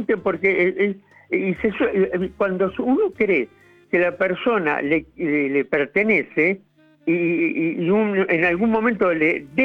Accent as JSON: {"language": "Spanish", "town": "Tigre", "region": "Buenos Aires Province", "country": "Argentina", "said": "¿Cómo no? … soy de Tigre."}